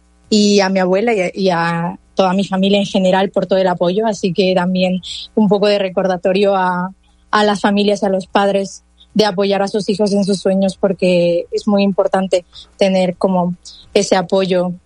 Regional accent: Mexico; Como mexicana que soy, creo que es importante dar visibilidad que en México también hay talento y que hay que apoyarlo.

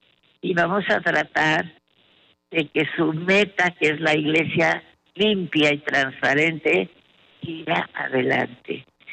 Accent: Mexico; nosotros, los mexicanos, que decimos barbaridades de repente.

